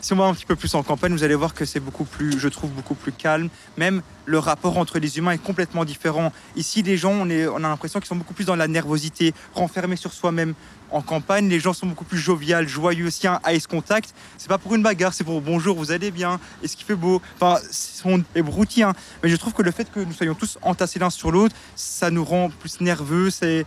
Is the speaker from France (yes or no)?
no; Ixelles, Brussels-Capital Region, Belgium; born there; Si vous voulez, moi, à la base, je suis né ici à Ixelles.